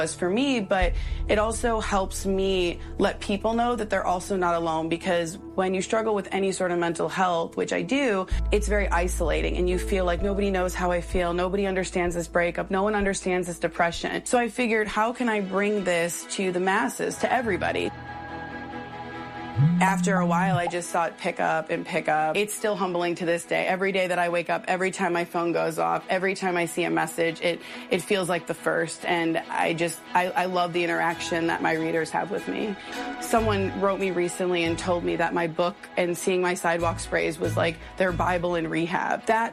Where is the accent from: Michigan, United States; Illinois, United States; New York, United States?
Illinois, United States; Chicago; I'm from Chicago, Illinois.